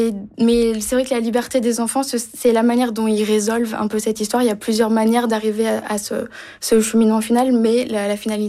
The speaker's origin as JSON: {"language": "French", "town": "Toulouse", "region": "Occitanie", "country": "France", "tie": "born or raised there"}